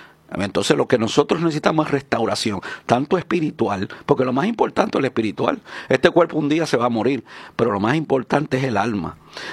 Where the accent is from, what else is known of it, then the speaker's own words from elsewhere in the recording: San Juan, Puerto Rico; born there; moved away; also born or lived in Aguadilla, Puerto Rico / Florida; Yo amo esta isla. Yo nací aquí. Yo nací en Santurce